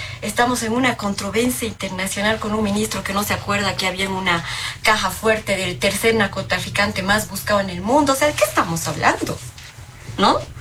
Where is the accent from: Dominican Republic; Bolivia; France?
Bolivia; esa es una nostalgia y un orgullo que tengo como boliviana